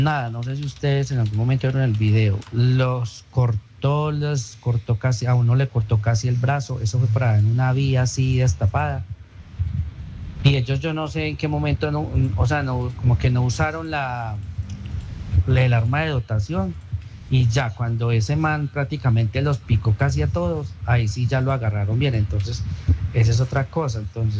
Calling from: Pereira, Risaralda, Colombia; … de Pereira. Les estoy viendo por TikTok también.

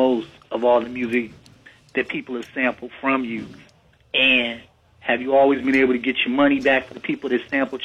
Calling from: Cleveland, Ohio, United States; I'm calling from Ward 1 in Cleveland.

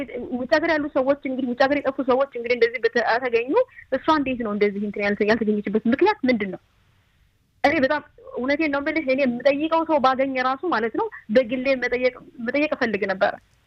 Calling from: Haifa, Haifa District, Israel

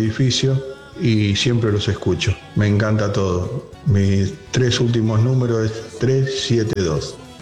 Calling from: Buenos Aires, Argentina; Soy de acá de Retiro.

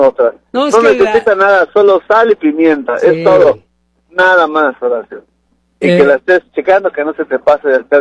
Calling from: Mexico City, Mexico; Yo soy de la Ciudad de México.

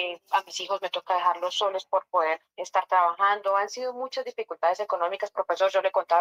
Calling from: Bogotá, Colombia; Bogotá, Ciudad de la Colsubsidio.

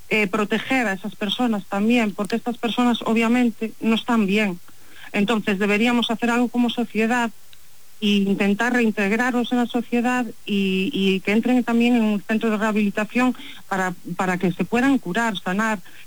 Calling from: Pontevedra, Galicia, Spain

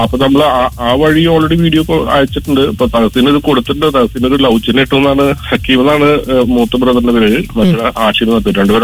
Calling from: Thrissur, Kerala, India

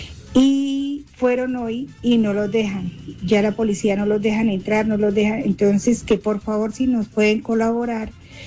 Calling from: Neiva, Huila, Colombia; vivo en la ciudad de Neiva

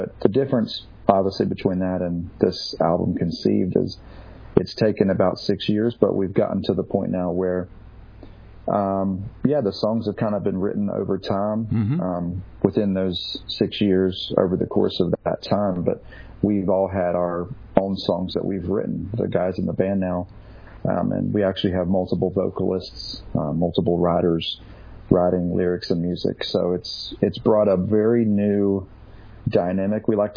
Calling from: Cherokee, North Carolina, United States; Cherokee, North Carolina.

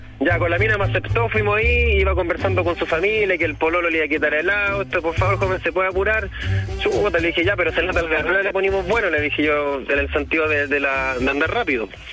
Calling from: Talca, Maule, Chile; soy talquino. Te llamo de acá.

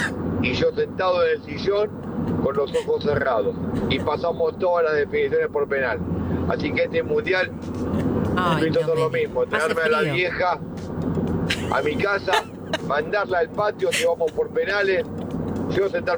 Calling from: Del Viso, Buenos Aires Province, Argentina

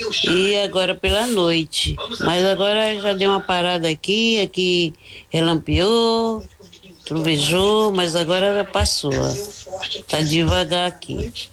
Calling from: Rio de Janeiro, Brazil; sou aqui da Ilha do Governador

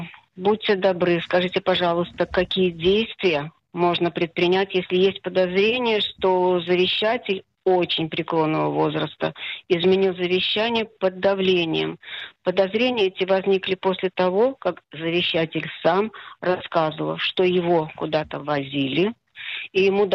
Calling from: Ashkelon, Southern District, Israel; из Ашкелона.

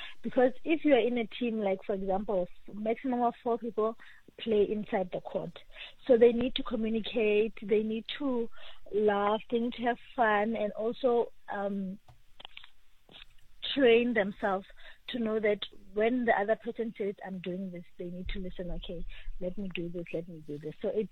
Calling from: Kuruman, Northern Cape, South Africa; No, I'm coming from Northern Cape in Kuruman.

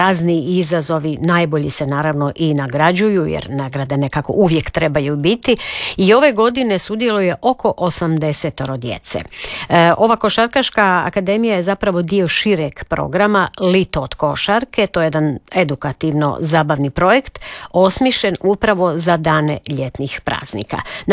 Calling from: Knin, Šibenik-Knin County, Croatia; Dobar dan, lijepi pozdrav iz vrućeg Knina. Već sada 30 stupnjeva ovdje kod nas u Kninu.

